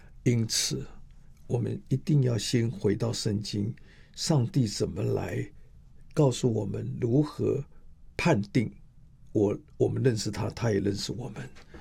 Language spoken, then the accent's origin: Chinese; Taipei, Taiwan; moved away as an adult; also born or lived in Pingtung / Puli / Hengchun; 我常常说我是台北长大的小孩